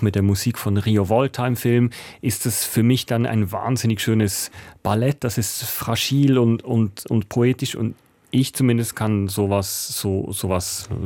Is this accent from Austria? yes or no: no; Switzerland; Man muss halt schon sagen, da wo ich aufgewachsen bin, sind 120 Einwohnende, da wählen alle die rechte SVP.